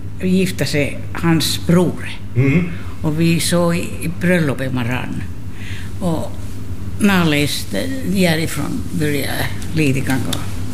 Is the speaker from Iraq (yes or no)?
no; Kaustinen, Central Ostrobothnia, Finland; born there; moved away as an adult; now in Nedervetil, Finland; Jag är född i Kaustby.